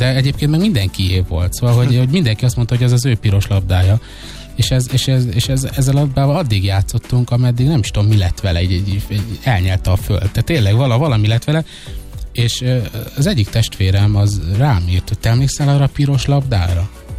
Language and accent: Hungarian; Békés, Hungary; Ugye én egy békési gyerek vagyok, és az ottani cigány telep mellett nőttünk fel